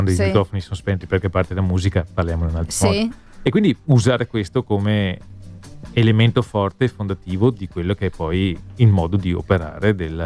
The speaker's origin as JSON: {"language": "Italian", "region": "Veneto", "country": "Italy", "tie": "born there", "said": "Noi che siamo nati nell'Alto Vicentino abbiamo le montagne a nord"}